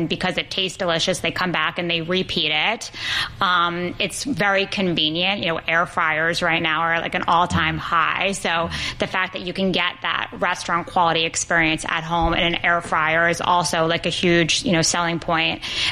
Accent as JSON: {"language": "English", "town": "New York City", "region": "New York", "country": "United States", "tie": "born or raised there"}